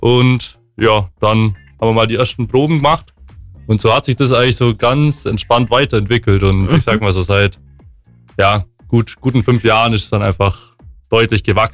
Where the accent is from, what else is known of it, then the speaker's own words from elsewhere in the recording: Bavaria, Germany; genau die Region, in der wir beide aufgewachsen sind und eigentlich auch von uns der Großteil direkt so herkommt.